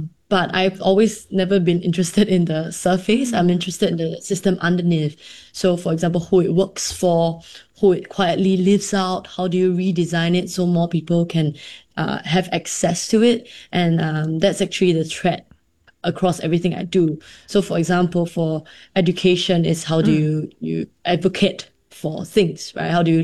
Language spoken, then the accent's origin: English; Singapore; do the status quo as a Singaporean.